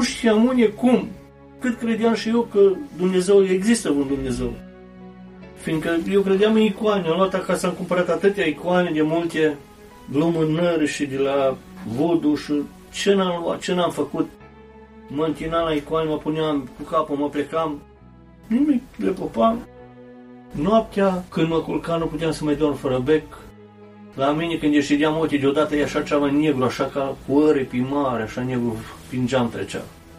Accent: Kladovo, Eastern Serbia, Serbia; now in Vienna, Austria; familie creștină, ortodoxă. Așa ni se zice, nimeni nu merge la biserică. Vin din Serbia, unde se vorbește românește, Cladova îi zice, vis-a-vis de Turnul Severin.

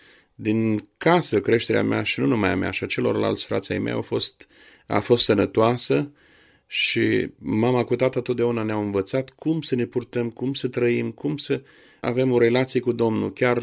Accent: Negreni, Botoșani County, Romania; Am crescut într-o familie de credincioși. M-am născut în Negreni, județul Botoșani, poate că mai cunoașteți și pe alții născuți acolo, într-o familie de baptiști

